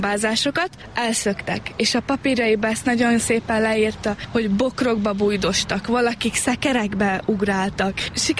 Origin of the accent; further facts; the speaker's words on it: Felvidék, Slovakia; főleg felvidéki magyarként minden papír szlovákul volt